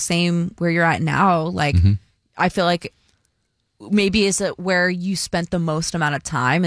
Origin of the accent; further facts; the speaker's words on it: Los Gatos, California, United States; moved away as an adult; now in San Francisco, United States; Because I've only ever lived in Los Gatos my whole life, and then really, after I moved out of my house, I moved to a couple different places.